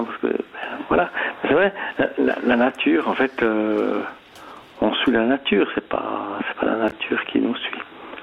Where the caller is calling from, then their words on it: Auvergne-Rhône-Alpes, France; je suis depuis ma véranda d'Auvergne